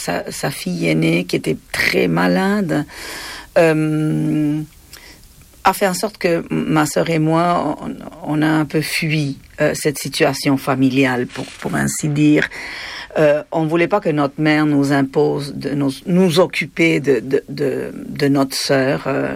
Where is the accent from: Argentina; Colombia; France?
Argentina; first language Spanish; French is a second language; moved away as an adult; now in Quebec, Canada; Il se passe des choses atroces dans mon pays d'origine que je n'ai jamais renié par ailleurs. Même si j'adore le Québec et que j'ai fondé une famille au Québec, j'ai jamais renié de mes origines.